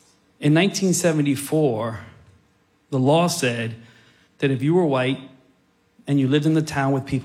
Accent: Plainfield, United States; So I grew up surrounded by a sea of boarded up houses. Growing up in Plainfield wasn't eas

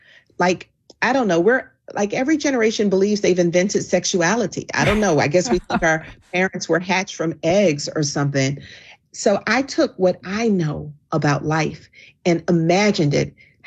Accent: the South, United States

